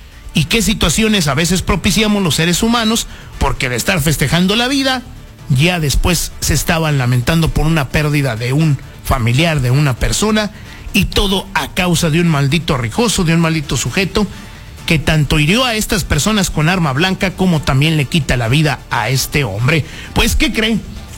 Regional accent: Mexico; como coloquialmente decimos los mexicanos.

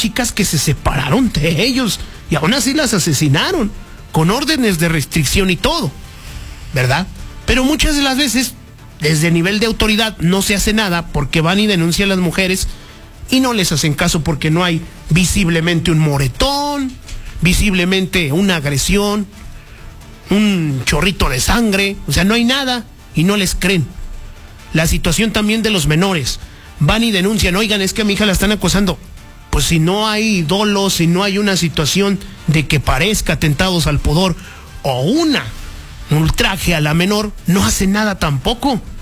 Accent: Mexico

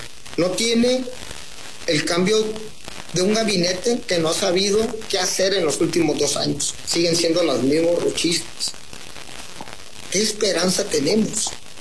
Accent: Sinaloa, Mexico; Agradecido siempre como sinaloense, como mexicano

